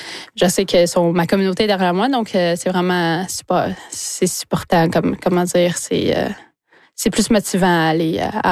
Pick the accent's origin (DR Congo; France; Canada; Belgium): Canada; Wemotaci, Quebec; Nous, quand j'ai grandi à Wimontashi, justement, où on avait mon père une glace d'horreur chez nous, dans notre cour arrière.